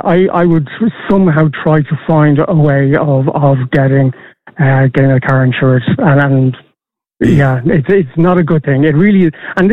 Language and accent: English; Ireland; as Irish people in general.